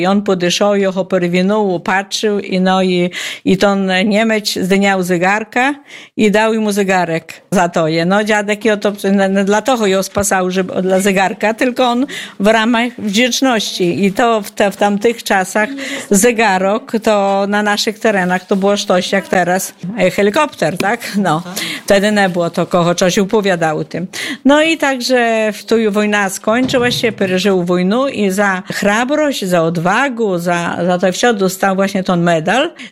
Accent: Szerszenie, Podlaskie Voivodeship, Poland; now in Siemiatycze, Poland; Ja się urodziłam w Szerszeniach. To jest 7 kilometrów od Siemiatycz. Mieszkam teraz w Siemiatyczach

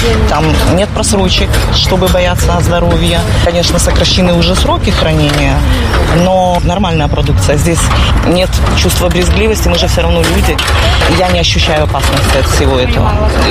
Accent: Belarus; now in Poland; А я с Беларуси.

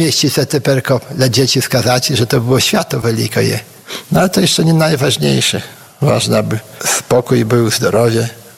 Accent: Hajnówka, Podlaskie Voivodeship, Poland; Z Gajnówki pochodzę, z dziada, pradziada, korenie tutaj moje.

